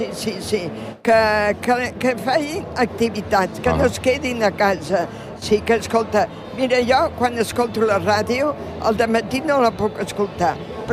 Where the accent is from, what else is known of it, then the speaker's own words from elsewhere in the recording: Barcelona, Catalonia, Spain; Tota la vida a Barcelona, a les meves famílies tothom són de Barcelona i de Catalunya